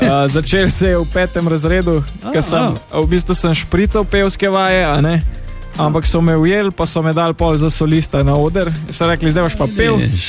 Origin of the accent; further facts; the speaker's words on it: Višnja Gora, Central Slovenia, Slovenia; Jaz sem drugači iz Višnje Gore